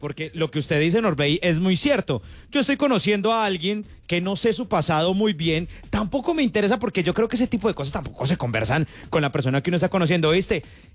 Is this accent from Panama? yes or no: no; Colombia; En fin, lo único que queremos como colombianos es que ese proceso que vamos a tener el 7 de agosto